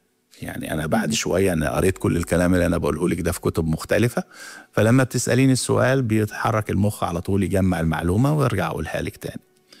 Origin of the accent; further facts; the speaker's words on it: Egypt; أنا كمصري أحب الشعب الإماراتي مثلا